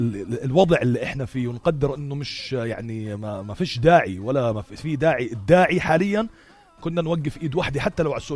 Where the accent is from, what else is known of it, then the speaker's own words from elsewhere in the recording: Jordan; أنا كأردني